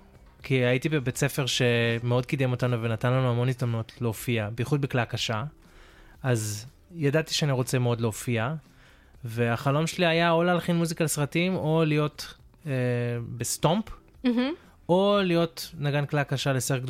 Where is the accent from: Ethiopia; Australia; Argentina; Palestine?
Australia; Brisbane, Queensland; also born or lived in Melbourne; לא, בסביבות הזמן הזה, אנחנו עשינו טיול גדול, ועברנו לבריזבן. מלבורן היה קר מדי.